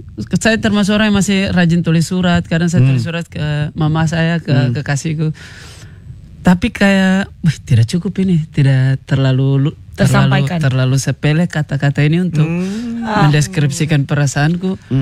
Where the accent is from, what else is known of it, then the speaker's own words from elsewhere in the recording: Buton, Southeast Sulawesi, Indonesia; also born or lived in Wakatobi; kami orang Buton bicaranya berbeda.